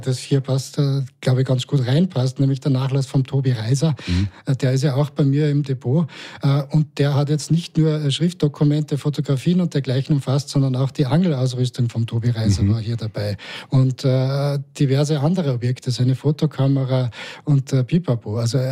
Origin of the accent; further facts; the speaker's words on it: Carinthia, Austria; moved away as an adult; now in Salzburg, Austria; Ich komme ursprünglich aus Kärnten, mich hat es dann studientechnisch hierher verschlagen nach Salzburg 2004 schon, habe da Geschichte studiert und Kommunikationswissenschaft